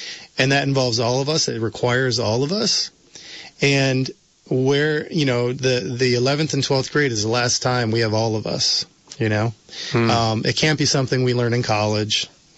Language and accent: English; New York, United States; I grew up in New York State. We had Regents exams.